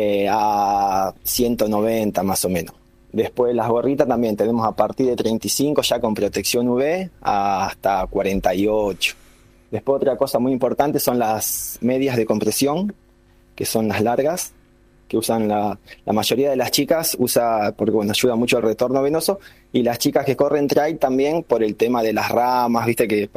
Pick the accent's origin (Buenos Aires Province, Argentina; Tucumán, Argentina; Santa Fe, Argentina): Santa Fe, Argentina; Piamonte; also born or lived in Buenos Aires / Rosario; now in Posadas, Argentina; conocí a mi señora acá, así que yo soy de un pueblo de Santa Fe, pero me quedé acá